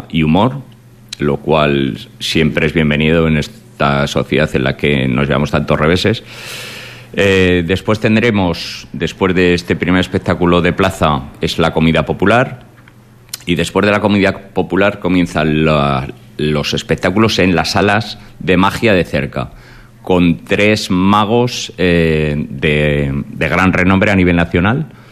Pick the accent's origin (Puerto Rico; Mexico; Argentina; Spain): Spain; Ejea de los Caballeros, Aragon; como Egea, yo soy de Egea